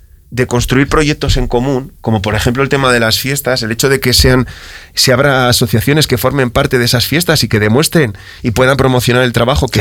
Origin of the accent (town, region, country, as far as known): Spain